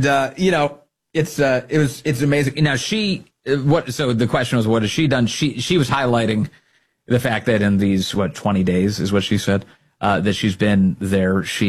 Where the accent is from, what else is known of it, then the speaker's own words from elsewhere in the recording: South Carolina, United States; born there; I was a Marine brat, you know, so we moved all over the place. But that's the place I was born. I was born in South Carolina, a great American state.